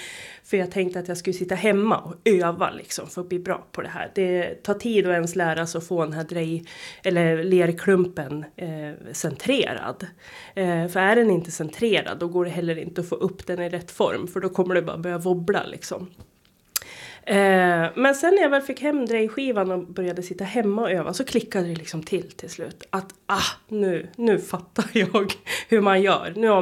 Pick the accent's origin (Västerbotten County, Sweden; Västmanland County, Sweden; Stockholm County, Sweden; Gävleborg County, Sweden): Västmanland County, Sweden; Sala; now in Heby, Sweden; jag är ju från Sala